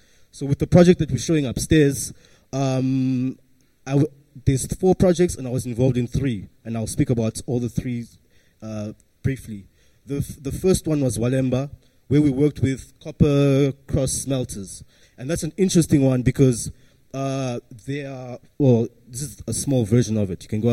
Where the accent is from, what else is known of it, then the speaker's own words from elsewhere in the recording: South Africa; born there; moved away; also born or lived in Congo; I was born in the Congo, and when I was about 9 years old, I decided to move to South Africa without my family. Well, I lived with an uncle who was already there, and I spent about 24 years in South Africa.